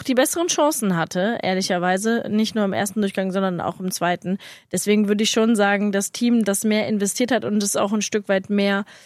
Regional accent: Germany; als Deutsche

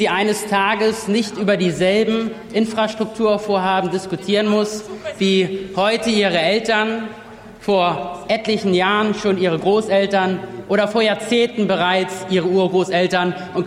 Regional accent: Schleswig-Holstein, Germany; In meinem Heimatbundesland Schleswig-Holstein profitieren davon unter anderem die A20, die A23 und die Marschbahn.

